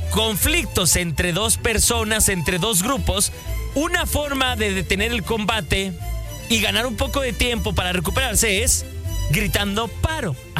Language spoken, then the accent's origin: Spanish; Mexico